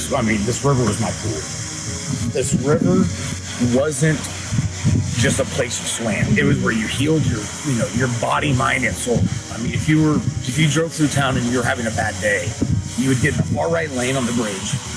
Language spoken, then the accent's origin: English; Kerrville, Texas, United States; I mean, I'm from Kerrville.